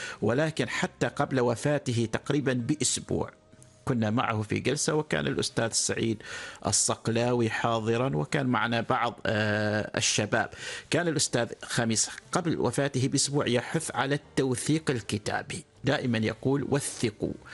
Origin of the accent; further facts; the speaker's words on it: Oman; فيما يتعلق بالتفكير الديني عندنا في عمان